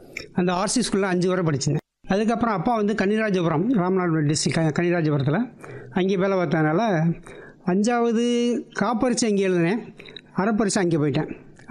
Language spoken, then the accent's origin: Tamil; Madurai, Tamil Nadu, India; born there; also born or lived in Sivaganga / Kanniraajapuram, Ramanathapuram district / Tirunelveli; சொந்த ஊர் வந்து மதுரை தான் எனக்கு.